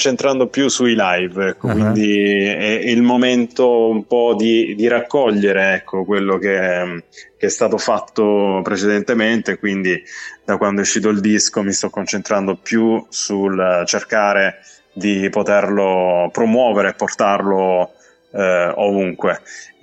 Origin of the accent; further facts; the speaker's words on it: Apulia, Italy; Sì, vediamo quest'estate magari di riuscire a fare anche qualche live dalle mie parti, dalla provincia di Taranto.